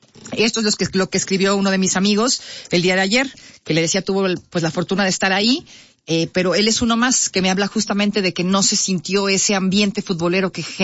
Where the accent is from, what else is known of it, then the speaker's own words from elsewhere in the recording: Mexico; no di el ancho como aficionado al fútbol, lo di como mexicano. Se me hizo un nudo en la garganta durante el himno nacional, me emocioné al ver nuestra bandera